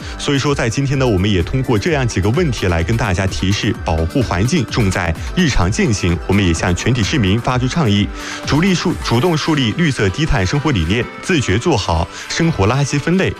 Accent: Yichang, Hubei, China; 良好的生态环境是咱们宜昌人最普惠的民生福祉。

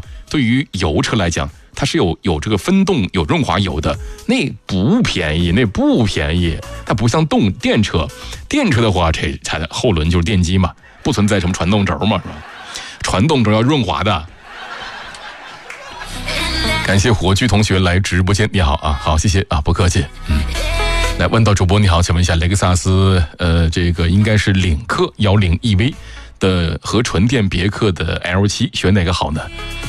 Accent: Yichang, Hubei, China; accent: Yichang dialect; 我们宜昌话讲，挑土的师傅那是。

